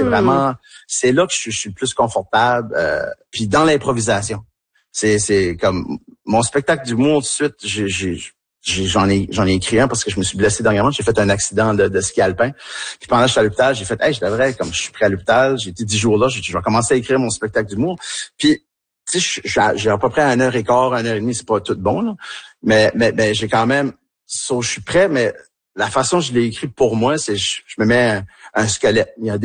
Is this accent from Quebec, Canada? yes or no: no; Tracadie, New Brunswick, Canada; accent: Tracadie; quand je suis avec eux autres, ben, je parle avec mon accent tracadie un peu plus